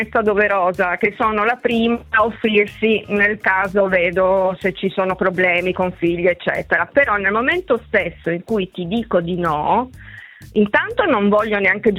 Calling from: Turin, Piedmont, Italy; Da Torino

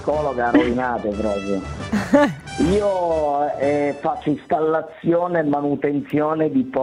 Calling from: Turin, Piedmont, Italy; da Torino.

